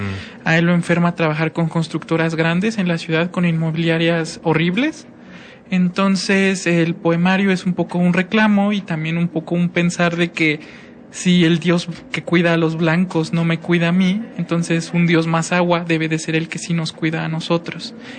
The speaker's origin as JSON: {"language": "Spanish", "country": "Mexico", "tie": "born there", "also_born_or_lived": "San Felipe del Progreso", "said": "Yo nací a las afueras de la Ciudad de México, pero mi familia es migrante de la comunidad mazagua de San Felipe del Progreso, de donde hemos ido y venido pues siempre."}